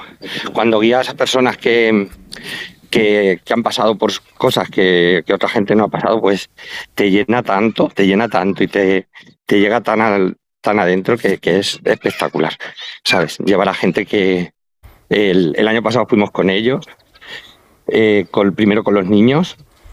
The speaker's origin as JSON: {"language": "Spanish", "town": "Santa Cruz de los Cáñamos", "region": "Castilla-La Mancha", "country": "Spain", "lives_now": "Albacete, Spain", "said": "soy muy manchego. Yo soy de Ciudad Real, un pueblo que se llama Santa Cruz de los Cáñamos, pero vivo en Albacete."}